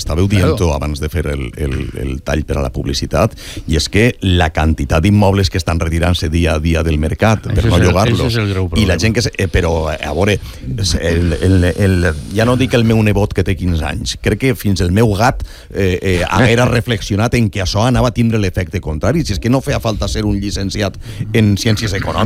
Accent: Alcoy, Valencian Community, Spain; Jo sóc d'Alcoi, com sóc mig catalino, sí, per ser d'Alcoi

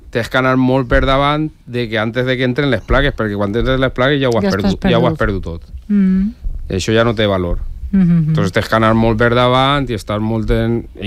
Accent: Meliana, Valencian Community, Spain; Jo que sóc de Meliana, pues, la zona quan passa Follos, la zona d'Albuixec, la zona de Massalfassar, això està ja molt perduda

